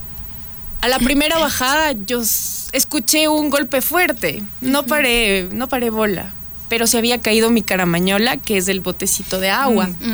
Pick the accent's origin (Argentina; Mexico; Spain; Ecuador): Ecuador; Puéllaro, Pichincha; Yo soy de Puellar.